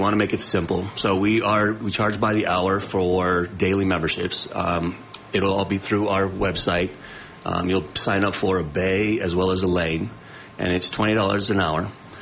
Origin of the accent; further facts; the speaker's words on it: Leadville, Colorado, United States; growing up in Leadville